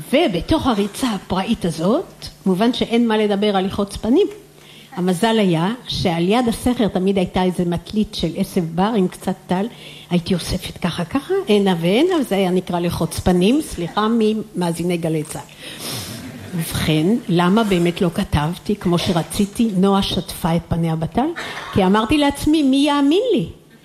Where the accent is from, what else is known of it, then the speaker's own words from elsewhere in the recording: Kinneret, Northern District, Israel; אני נולדתי בקבוצת כנר, 1.5 קילומטר למטה זה דגניה